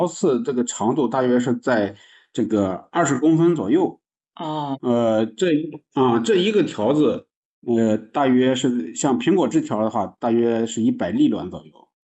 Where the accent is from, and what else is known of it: Shandong, China